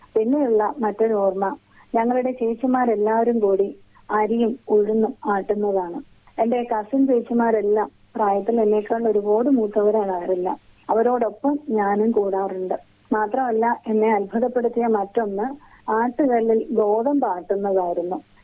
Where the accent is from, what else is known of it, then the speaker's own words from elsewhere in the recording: Thiruvananthapuram, Kerala, India; എന്റെ വീട് തിരുവനന്തപുരത്ത് ശ്രീവരാഹത്താണ്.